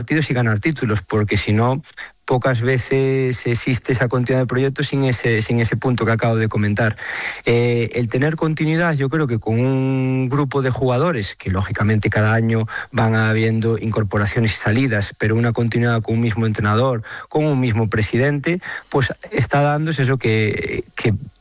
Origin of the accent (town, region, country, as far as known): Galicia, Spain